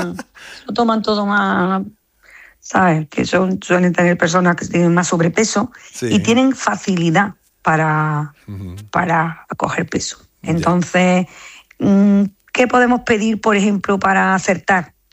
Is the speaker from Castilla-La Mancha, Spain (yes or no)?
no; Montemayor, Andalusia, Spain